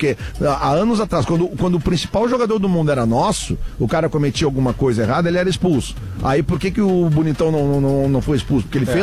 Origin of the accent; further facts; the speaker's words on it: Brazil; Eu falei pra ele, sim, cara, a gente é brasileiro